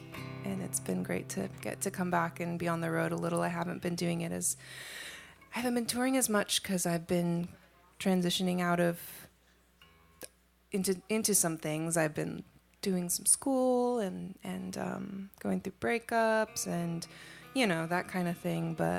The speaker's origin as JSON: {"language": "English", "town": "Portland", "country": "United States", "said": "I am from Portland, and we also don't have AC there"}